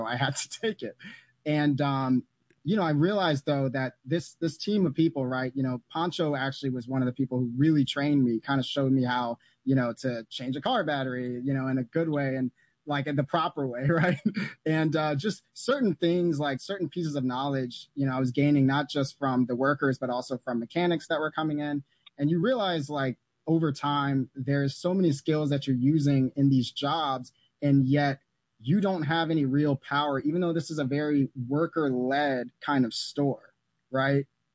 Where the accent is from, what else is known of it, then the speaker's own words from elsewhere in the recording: Atlanta, Georgia, United States; now in White Plains, United States; a snowstorm happened here in White Plains, you know, it's, I'm from Atlanta, so I'm not used to snow.